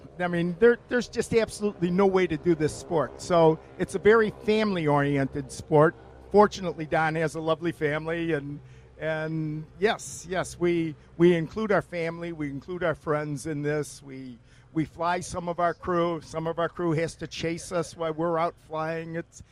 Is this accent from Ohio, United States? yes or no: no; Chicago, Illinois, United States; I'm originally from Chicago.